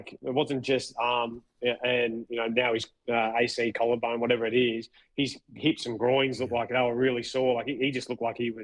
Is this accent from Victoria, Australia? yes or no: yes; Victoria, Australia; I'm from Victoria and it's Castlemaine. It's not Castlemaine. This is what I grew up speaking, mate.